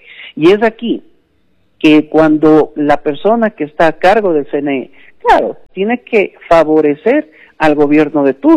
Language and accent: Spanish; Ecuador; nosotros como ecuatorianos